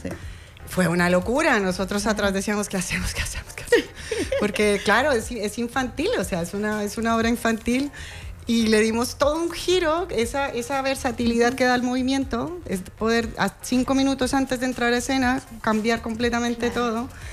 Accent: Colombia; moved away as an adult; now in Chile; yo soy colombiana. Yo llevo en este maravilloso país más o menos 13 años.

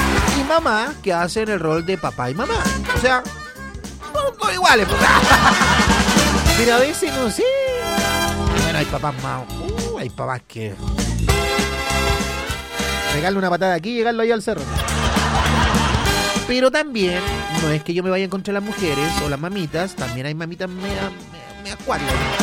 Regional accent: Chile; Somos chilenos, loco.

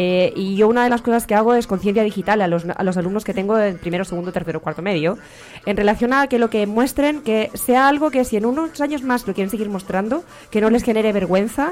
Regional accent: Catalonia, Spain; moved away; Soy catalana, parlo catalá

